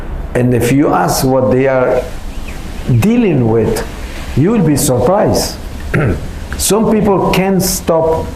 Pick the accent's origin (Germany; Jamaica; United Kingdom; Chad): Germany; now in Los Angeles, United States; I came from Germany, where I went to school